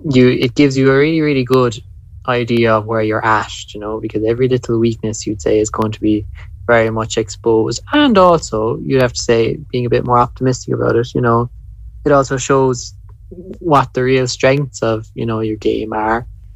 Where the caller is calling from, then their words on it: Vienna, Austria; Ringing in from Vienna, Seamus, tonight.